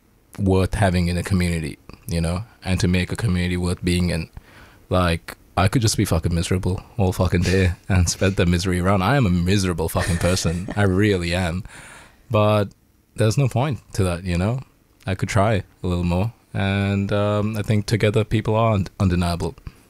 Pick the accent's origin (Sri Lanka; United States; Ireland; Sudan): Sri Lanka; accent: Sri Lankan; Wait, I feel like I didn't use my Sri Lankan accent.